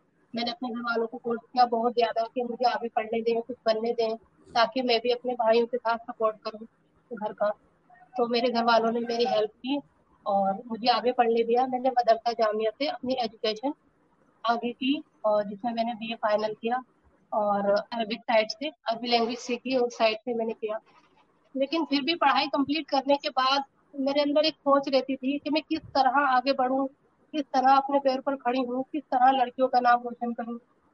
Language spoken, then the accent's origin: Hindi; Rampur, Uttar Pradesh, India